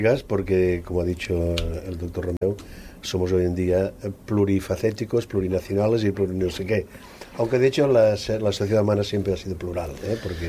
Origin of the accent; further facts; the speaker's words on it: Aragon, Spain; Digamos que soy maño.